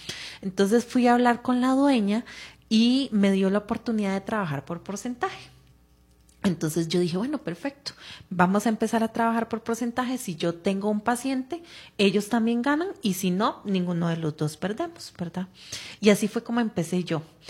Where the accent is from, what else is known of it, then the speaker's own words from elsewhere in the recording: Heredia, Costa Rica; Yo soy de Heredia, entonces empecé en Heredia.